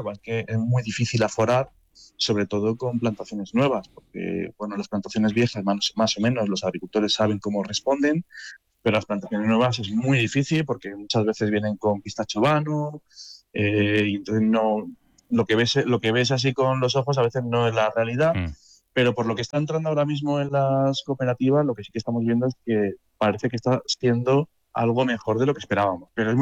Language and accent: Spanish; Spain